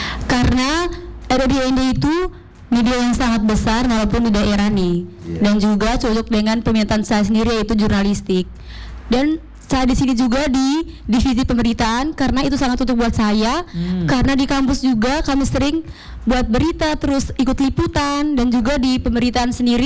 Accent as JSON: {"language": "Indonesian", "town": "Ende", "region": "East Nusa Tenggara", "country": "Indonesia", "said": "Asal saya dari ND."}